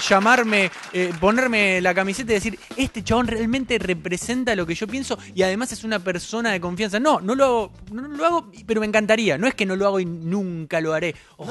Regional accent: Argentina; lo sufrimos todos como argentinos en el Mundial.

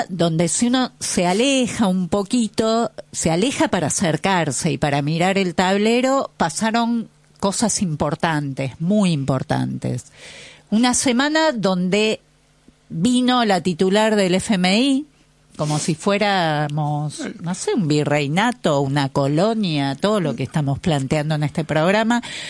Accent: Argentina; lo que significa eso para nosotros como argentinos y para la Argentina como democracia.

